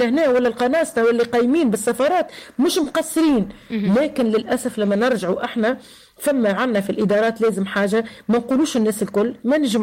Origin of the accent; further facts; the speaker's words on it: Tunisia; احنا عندنا في تونس